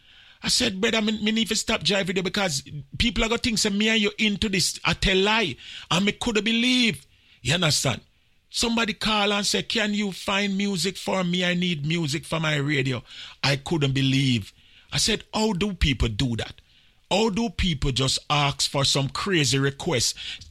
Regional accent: Cherry Gardens, Saint Andrew, Jamaica; I am originally from up there in Cherry Gardens, so I don't really speak patois. I am from Cherry Gardens, and I don't speak patois.

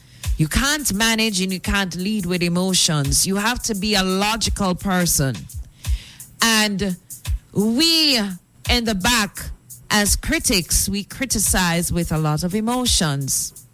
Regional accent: Jamaica; leading us as Jamaican people.

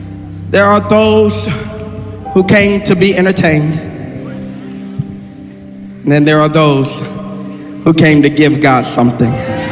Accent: South Carolina, United States; I come all the way from South Carolina

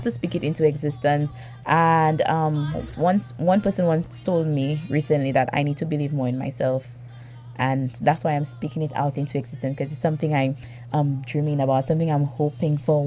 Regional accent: Castries, St. Lucia; No, I'm very Castries.

